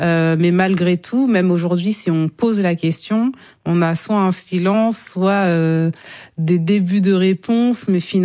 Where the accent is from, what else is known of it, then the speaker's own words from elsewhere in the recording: Canteleu, Normandy, France; Mais comment ça de Normandie, vous venez d'où? Je dis bah Rouen, mais Rouen, enfin Canteleu, mais où, près de Rouen, donc bah en Normandie.